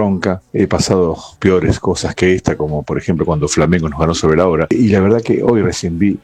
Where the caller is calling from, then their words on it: Temperley, Buenos Aires Province, Argentina; de Temperley.